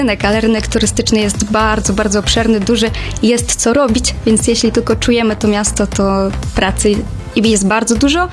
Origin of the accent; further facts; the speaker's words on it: Kuyavian-Pomeranian Voivodeship, Poland; moved away as an adult; bo ja osobiście jestem z Podgórza Dobrzynia, tam mam też rodziców, rodzice zajmują się uprawą roli